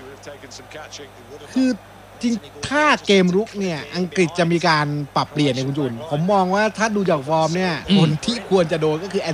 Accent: Bangkok, Thailand; born there; เหมือนจริงๆผมเกิดโรงพยาบาลศิริราชเกิดที่โรงพยาบาลศิริราช

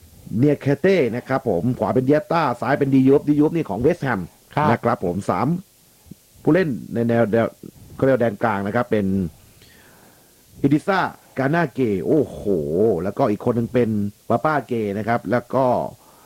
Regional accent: Southern Thailand, Thailand; ใช่ถ้าสวนยางเนี่ยผมก็เป็นคนใต้เหมือนกัน

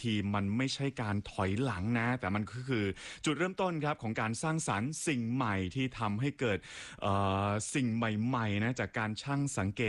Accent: Phatthalung, Thailand; เป็นเด็กพัทลุงเหมือนกัน

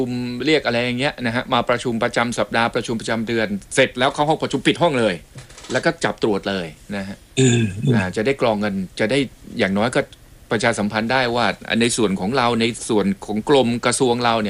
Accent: Ko Samui, Surat Thani, Thailand; born there; ที่นี่แหละฮะสมุยนั่นแหละครับ

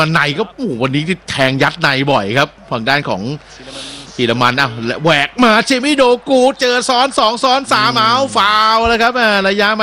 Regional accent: Bangkok, Thailand; now in Samut Prakan, Thailand

